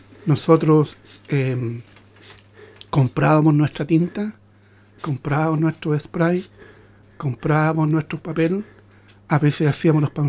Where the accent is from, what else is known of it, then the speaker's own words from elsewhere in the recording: Santiago, Santiago Metropolitan Region, Chile; moved away as an adult; now in Australia; en Pudahuel, de donde soy oriundo